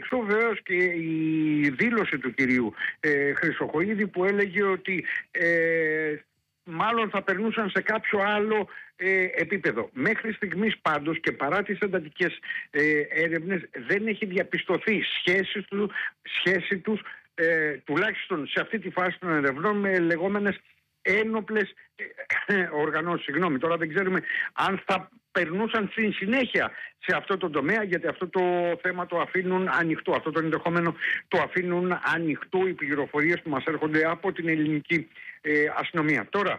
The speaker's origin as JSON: {"language": "Greek", "town": "Dafni", "region": "Western Greece", "country": "Greece", "said": "στην Δάφνη Καλαβρίτων, εκεί στην πατρίδα μου"}